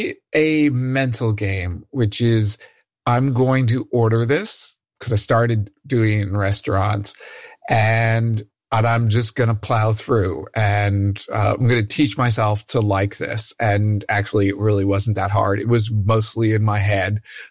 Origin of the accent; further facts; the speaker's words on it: New Jersey, United States; So I grew up in New Jersey. I was born in the early 1960s.